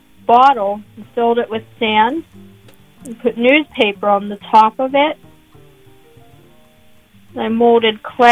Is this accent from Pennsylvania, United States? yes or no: yes; Pittsburgh, Pennsylvania, United States; I'm from the South Hills, and I live in Dormont.